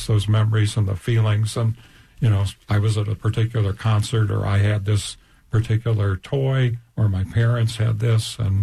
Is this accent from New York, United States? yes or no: no; Cleveland, Ohio, United States; I grew up in Cleveland, and so we had that. It was a big part of our life.